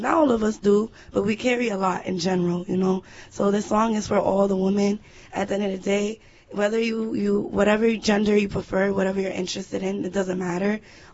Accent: Jamaica; I'm Jamaican.

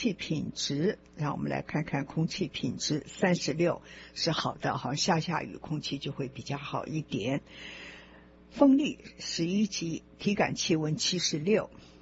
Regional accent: China; 我觉得我们中国人呢做事呢总是比较刻苦。就会很多老外跟我讲说啊，你们中国人好都不放假啊

